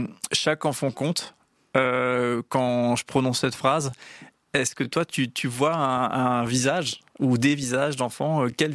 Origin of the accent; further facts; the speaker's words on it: Strasbourg, Grand Est, France; Moi, je viens de Strasbourg.